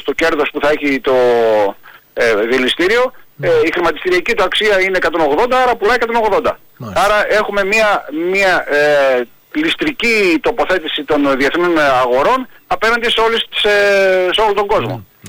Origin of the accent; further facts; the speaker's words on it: Greece; Εγώ μεγάλωσα στον Κυρκύρη. Ξέρω τι σημαίνει θάλασσα. Πολλά χρόνια ήμουν στον Κυρκύρη